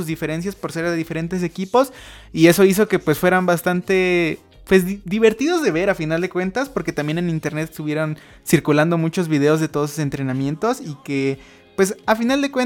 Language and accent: Spanish; Mexico; yo como mexicano